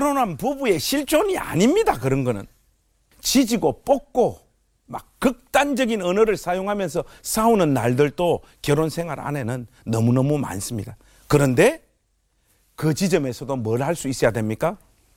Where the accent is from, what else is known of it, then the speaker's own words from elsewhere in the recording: Gyeongsang, South Korea; 제가 경상도 남자잖아요.